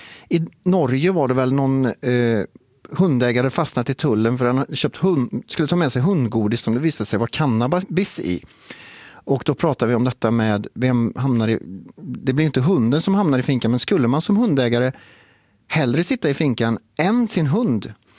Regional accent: Trollhättan, Västra Götaland County, Sweden; jag är ju från Trollhättan

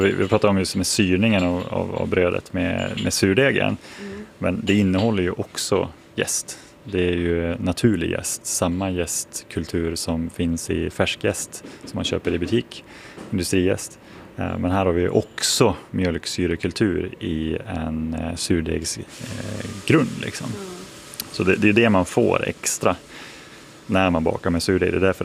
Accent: Umeå, Västerbotten County, Sweden; moved away; Jag kommer från Umeå uppe i norr.

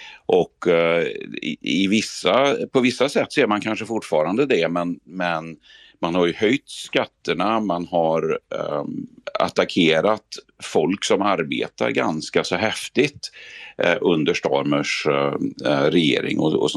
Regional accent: Sweden; now in England, United Kingdom; men du pratar ju med mig, jag är ju svensk.

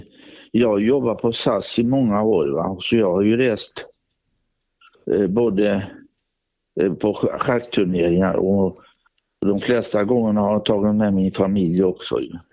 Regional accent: Fritsla, Västra Götaland County, Sweden; moved away as an adult; now in Malmö, Sweden; jag är ju inte skåning, va? Och det var under min ungdomstid och då bodde jag uppe i Västergötland i något som ligger söder om Borås som heter Fritsla.

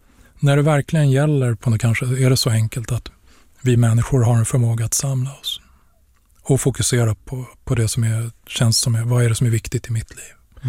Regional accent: Stockholm, Stockholm County, Sweden; born or raised there

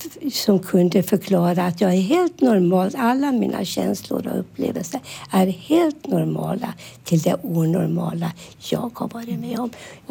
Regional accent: Finland; born there; det vi själv upplevde hemma i Finland under kriget.

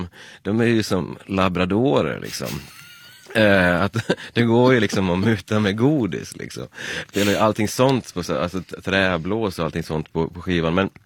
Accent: Leksand, Dalarna County, Sweden; när jag växte upp i Leksand så blev jag ju skatare istället.

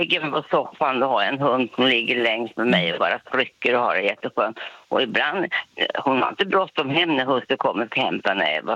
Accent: Hunnebostrand, Västra Götaland County, Sweden; now in Nora, Sweden; Nej, jag har inte. Jag kom långt ifrån. Jag var från Hunnebostrand. Och så kom jag hit upp och var ensam.

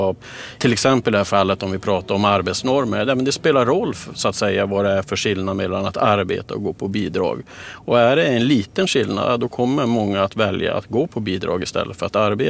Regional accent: Kiruna, Norrbotten County, Sweden; Jag är ju född och uppvuxen i Kiruna.

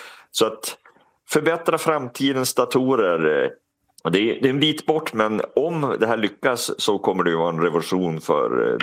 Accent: Sweden; det är inte bara för vi är svensk

